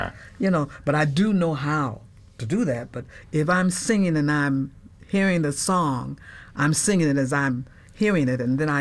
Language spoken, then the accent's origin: English; Detroit, Michigan, United States; now in California, United States; I left Detroit. I was born and raised in Detroit.